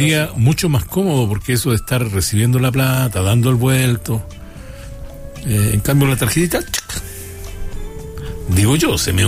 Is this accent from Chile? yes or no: yes; Chile